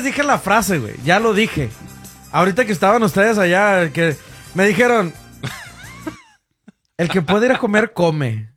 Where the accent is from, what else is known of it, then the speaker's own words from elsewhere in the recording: Mexico; moved away; yo soy bien paisa, ¿no? O sea, me veo paisa, hablo paisa, soy paisa, güey.